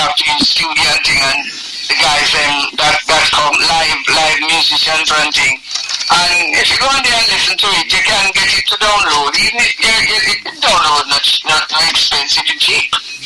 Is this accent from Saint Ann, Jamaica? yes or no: yes; Saint Ann, Jamaica; Whenever I go to Jamaica, I go to St. Anne, where I come from.